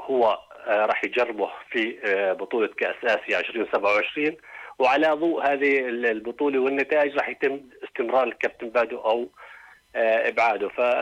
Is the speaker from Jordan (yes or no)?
yes; Jordan; لكن كأردنيين